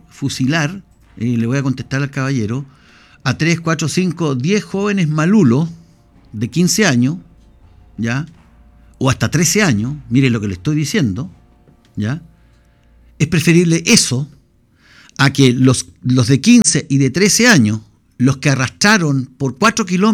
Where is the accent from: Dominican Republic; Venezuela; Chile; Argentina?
Chile